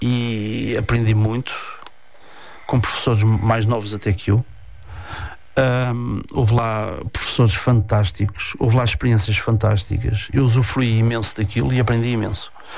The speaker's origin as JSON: {"language": "Portuguese", "town": "Cadoiço", "country": "Portugal", "said": "na minha aldeia, em Cadoiço"}